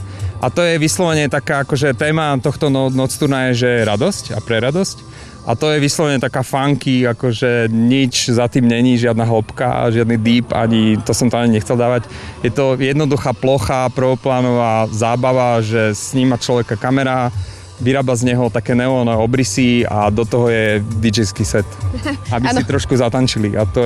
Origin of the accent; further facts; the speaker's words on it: Kremnica, Banská Bystrica Region, Slovakia; som z Kremnice, architekt audiovizuálny umelec a tak.